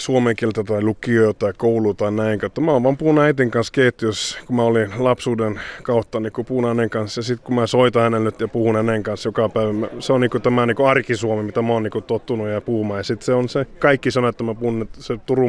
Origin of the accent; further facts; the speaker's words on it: Sweden; mä oon Ruotsissa syntynyt, mä oon ruotsalainen ja mä kilpailen aina Ruotsin maa, kun mä kilpailen heitän kiekkoa.